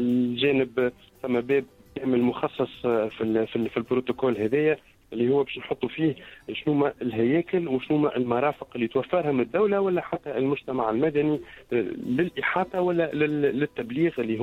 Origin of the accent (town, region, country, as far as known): Tunisia